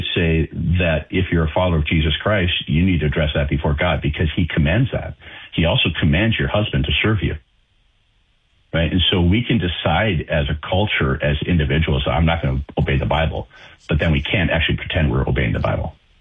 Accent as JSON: {"language": "English", "region": "Minnesota", "country": "United States", "tie": "born or raised there", "also_born_or_lived": "Connecticut", "moved": "yes", "lives_now": "North Dakota, United States", "said": "move back to the area where I grew up, I grew up in Minnesota, but back to North Dakota"}